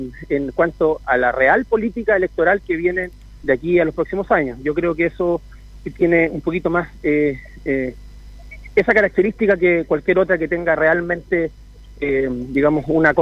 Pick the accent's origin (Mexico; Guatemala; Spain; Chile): Chile